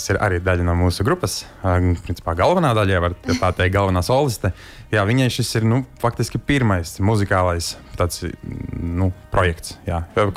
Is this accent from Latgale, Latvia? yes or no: no; Madona, Vidzeme, Latvia; now in Riga, Latvia; Es esmu dzimis Audas Madonietis, tā kā mēs arī esam tikai ienākuši Rīgā.